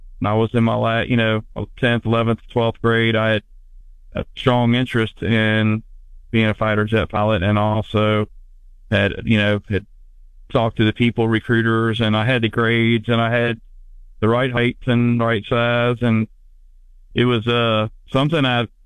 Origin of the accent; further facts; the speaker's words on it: Virginia, United States; especially growing up in the Tidewater, Virginia area, with all our, we have Norfolk Naval Base and so many bases around and Army bases, but a lot of military presence where I'm from.